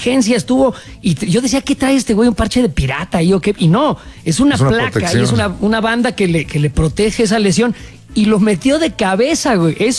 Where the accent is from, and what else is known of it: Mexico